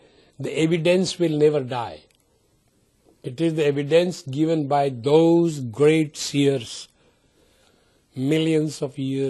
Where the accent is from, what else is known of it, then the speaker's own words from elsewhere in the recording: India; moved away; I came from India, I brought Indian culture now.